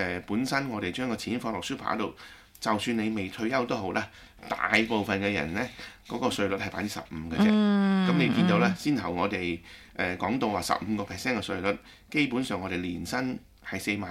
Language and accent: Cantonese; Australia; 咁所以呢個就作為澳洲人可能都係有啲自豪啩